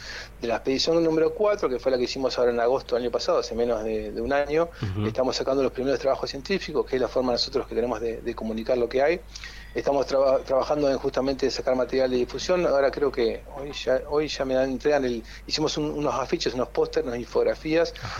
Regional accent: Argentina; Entonces, como bueno, competitivos somos de argentinos, dijimos, bueno, primera expedición en Argentina, queremos llegar a 1.000.

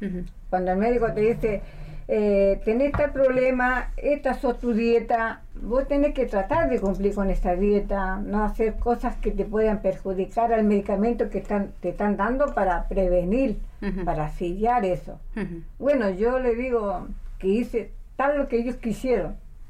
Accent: Valparaíso, Chile; moved away; Vengo de soy chilena.

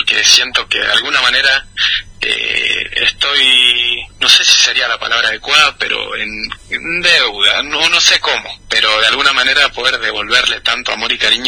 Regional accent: Santo Tomé, Corrientes, Argentina; La gente acá de mi pueblo, que todos me escribieron

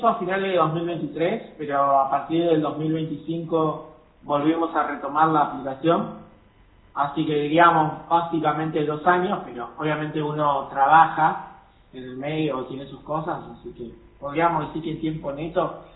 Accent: La Matanza, Buenos Aires Province, Argentina; De Buenos Aires, en mi caso, soy de Buenos Aires, La Matanza.

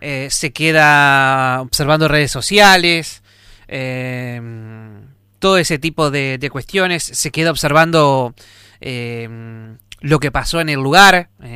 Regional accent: Argentina; como ciudadanos argentinos, estamos en una final

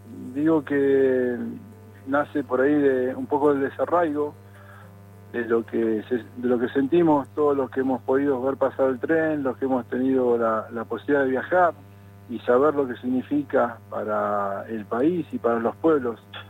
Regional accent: La Plata, Buenos Aires Province, Argentina; moved away; Yo soy nacido en la ciudad de La Plata, en el barrio de José Hernández, en barrio humilde, de trabajadores. Uh-huh. Un barrio por el que era atravesado por las vías del tren. Teníamos la estación ahí

